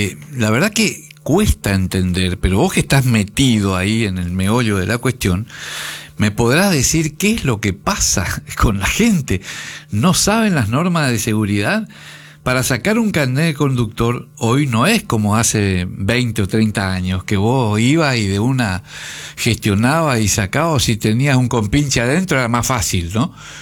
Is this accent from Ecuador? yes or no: no; Corrientes, Argentina; moved away; also born or lived in Formosa; yo soy correntino.